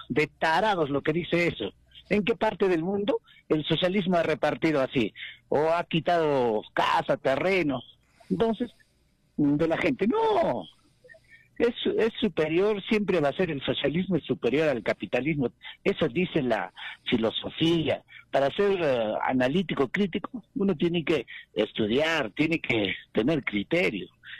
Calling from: Juliaca, Puno, Peru; aquí de Juliaca.

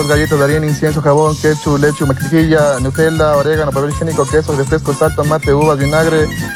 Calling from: Azuay, Ecuador; Les hablo desde el Amarillito, aquí de la Lorenzo Piedra, en Avenida Loja.

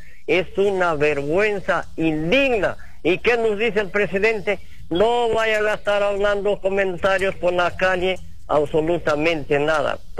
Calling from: Cajamarca, Peru; aquí en Lugmacucho

